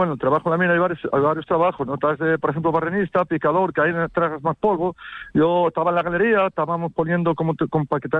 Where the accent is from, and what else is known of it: Turón, Asturias, Spain